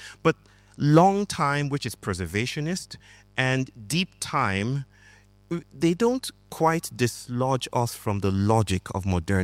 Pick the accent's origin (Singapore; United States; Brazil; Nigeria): Nigeria; moved away; I grew up in Nigeria